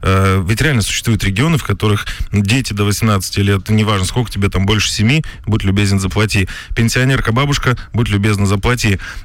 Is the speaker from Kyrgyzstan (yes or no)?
yes; Bishkek, Kyrgyzstan; now in Russia; Я родился в Киргизии, в городе Бишкек.